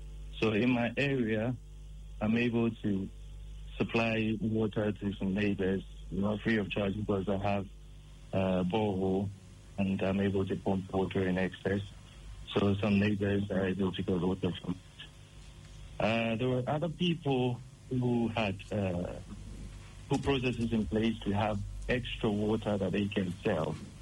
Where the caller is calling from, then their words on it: Tema, Greater Accra, Ghana; Good morning. I'm calling from Tema County 25.